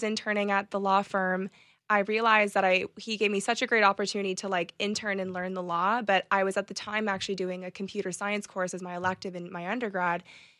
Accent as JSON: {"language": "English", "town": "Scarborough", "region": "Ontario", "country": "Canada", "said": "nobody asked me if I was from Scarborough because I went to school downtown Toronto."}